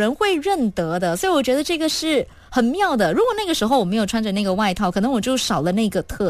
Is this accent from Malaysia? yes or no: yes; Malaysia; 其实我们就是来自马来西亚